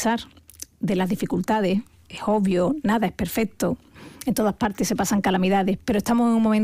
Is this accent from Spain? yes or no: yes; Andalusia, Spain; yo estoy loca porque por mi tierra, porque los andaluces han demostrado a lo largo de la historia que tienen una capacidad de sacrificio tremenda